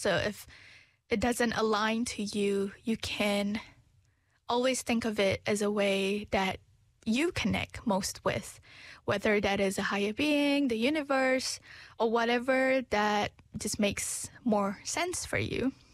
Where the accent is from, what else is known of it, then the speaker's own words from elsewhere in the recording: Malaysia; now in New Zealand; as a Malaysian living here in Aotearoa.